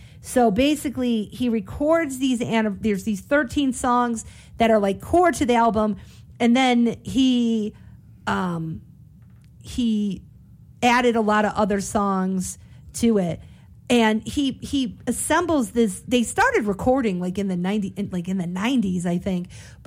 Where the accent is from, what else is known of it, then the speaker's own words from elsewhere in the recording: Ohio, United States; And I grew up in Ohio, okay? So if you grow up in Ohio, this song. You sing it at school assemblies.